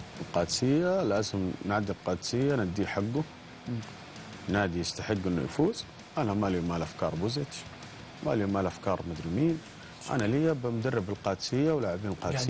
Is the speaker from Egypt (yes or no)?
no; Saudi Arabia; إحنا كجماهير سعودية كاملة